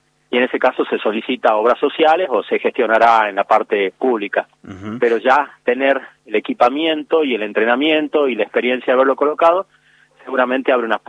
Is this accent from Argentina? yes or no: yes; Salta, Argentina; somos médicos salteños